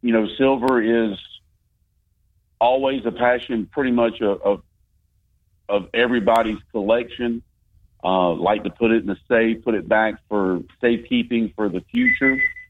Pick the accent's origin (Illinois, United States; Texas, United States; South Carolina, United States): South Carolina, United States; North Augusta; since we are local and we're from North Augusta and love our community.